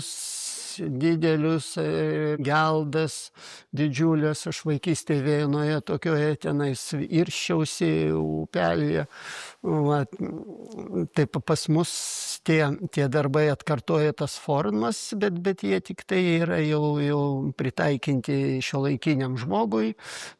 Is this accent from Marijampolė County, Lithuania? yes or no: no; Vilnius, Vilnius County, Lithuania; now in Trakai, Lithuania; Va, tai mes iš Vilniaus pabėgom ir dabar gyvenam va, čia netoli Trakų.